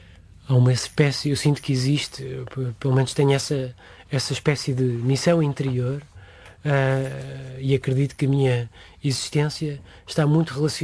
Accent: Queluz, Lisbon, Portugal; also born or lived in Tomar / Margem Sul / Brunei; now in Viseu, Portugal; Eu nasci em Tomar, fiz a minha infância e juventude na zona de Queluz, depois fiz a minha idade de jovem adulto na Margem Sul, depois mudei-me para a zona de Lisboa Norte e depois mudei-me para o Brunei e depois do Brunei regressei para Viseu

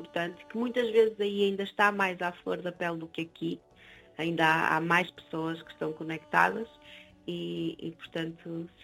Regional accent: Amarante, Norte, Portugal; sou de Amarante também

